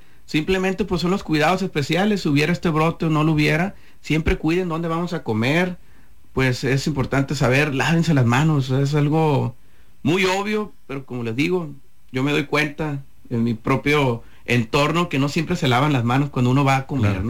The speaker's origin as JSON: {"language": "Spanish", "region": "Sinaloa", "country": "Mexico", "said": "Somos sinaloenses, todo el año hace calor. Es la única estación del año que tenemos."}